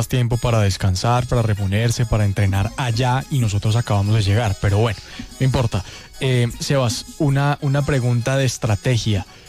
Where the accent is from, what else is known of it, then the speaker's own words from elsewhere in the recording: Colombia; Y de Colombia, porque los que más estamos llenando estadios somos los colombianos.